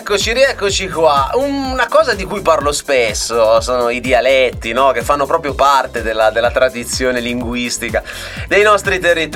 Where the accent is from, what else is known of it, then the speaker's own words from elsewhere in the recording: Gallarate, Lombardy, Italy; ogni tanto mi cimento, specie quando sono con mio padre, nel dialetto. Io vengo da Gallarate, da quella zona.